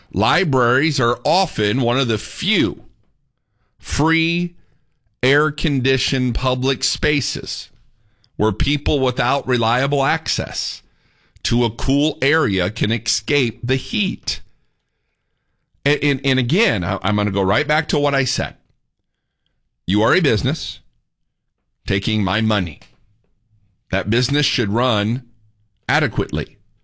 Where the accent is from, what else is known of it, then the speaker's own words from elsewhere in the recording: Indiana, United States; I come from Indiana.